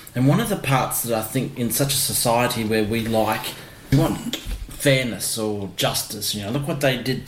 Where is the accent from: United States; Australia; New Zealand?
Australia; Echuca, Victoria; born there; now in Mackay, Australia; I also was born in Victoria, Echuca.